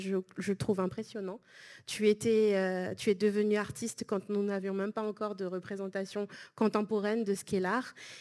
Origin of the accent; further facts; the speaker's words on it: French Guiana; moi qui suis du littoral, donc d'Awala Yalimapo tout en haut, le littoral jusqu'à Cayenne, c'est mon lieu où j'ai toujours habité et je sais très peu de l'intérieur au final.